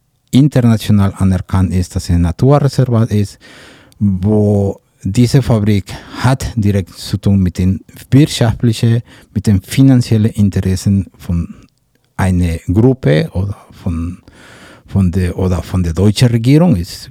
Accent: Mexico; German is a second language; Ich meine, ich bin Mexikaner

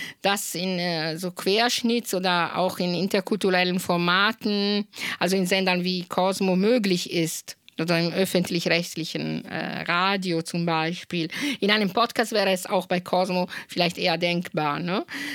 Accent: Italy; first language Italian; German is a second language; Heimat, also aus Italien, erzählen. Ja, und selbst wenn ich Deutsch kann, also Italienisch ist auch meine Heimat.

